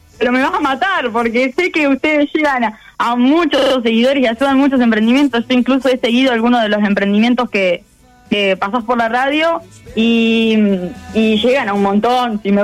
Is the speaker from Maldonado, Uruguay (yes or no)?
yes; Maldonado, Uruguay; yo soy de Maldonado, nos conocemos acá